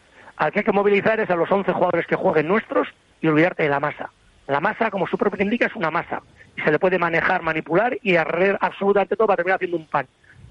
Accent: Basque Country, Spain; Yo además de Vasco me siento español.

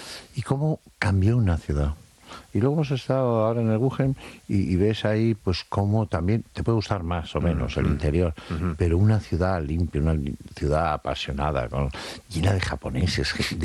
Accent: Madrid, Community of Madrid, Spain; born or raised there; also born or lived in Estella

